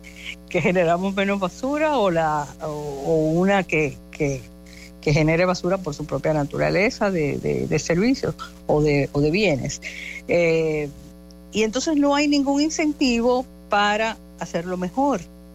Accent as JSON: {"language": "Spanish", "country": "Dominican Republic", "said": "la gente como dominicano, la verdad que nos quemamos en esa materia."}